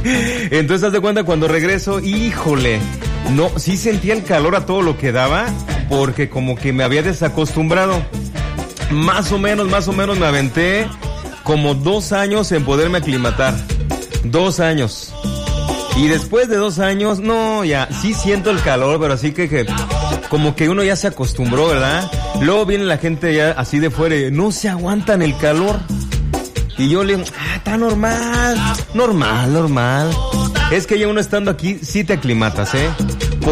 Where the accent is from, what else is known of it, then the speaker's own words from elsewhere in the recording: Apatzingán, Michoacán, Mexico; also born or lived in Morelia; yo toda mi infancia y adolescencia la crecí aquí en Apatzingán